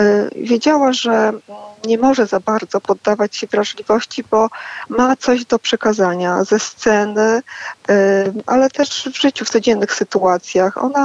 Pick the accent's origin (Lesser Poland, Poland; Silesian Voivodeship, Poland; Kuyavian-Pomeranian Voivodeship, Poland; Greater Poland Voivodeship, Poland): Kuyavian-Pomeranian Voivodeship, Poland; Lubraniec; moved away; Ja pochodzę z miejscowości Lubranic na Kujawach. Jest to mała miejscowość, gdzie żyje około 3000 ludzi. Ja tam się wychowałam, tam skończyłam liceum